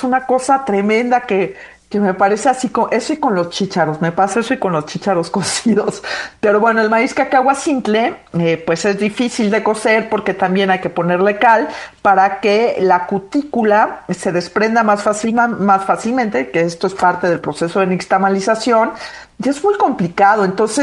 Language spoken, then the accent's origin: Spanish; Mexico City, Mexico; Yo soy chilanga